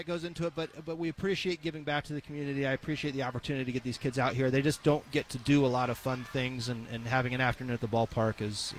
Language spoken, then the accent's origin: English; Indianapolis, Indiana, United States; also born or lived in Carmel, Indiana; I'm born and raised in Indianapolis, Carmel, Indiana